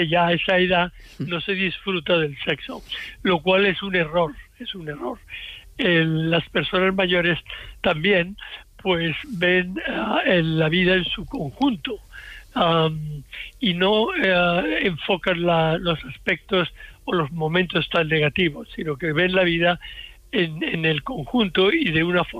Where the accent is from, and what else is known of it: Seville, Andalusia, Spain; born there